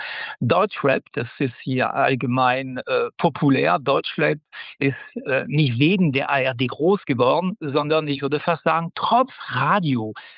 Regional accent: France; now in Germany; als Franzose

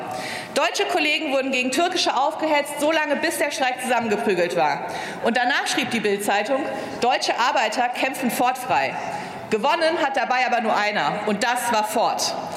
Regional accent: Cologne, North Rhine-Westphalia, Germany; Kein Wort darüber, dass in Städten wie in meiner Heimat Köln die Angebotsmieten in den letzten 14 Jahren um 72% gestiegen sind.

